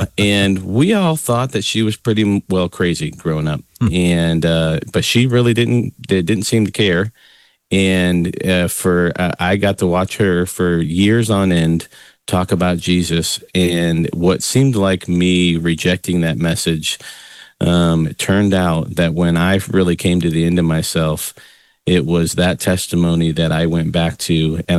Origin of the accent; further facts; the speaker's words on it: Illinois, United States; No, you know, I grew up in the Chicago suburbs to, you know, my mom and dad were really young when they had me.